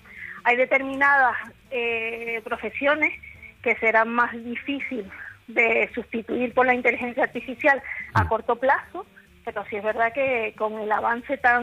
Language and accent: Spanish; Canary Islands, Spain; Soy de Canarias.